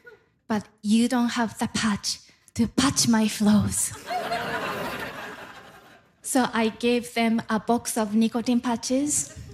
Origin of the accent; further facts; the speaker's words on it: Japan; accent: Japanese; first language Japanese; English is a second language; moved away as an adult; now in Canada; I am originally from Japan.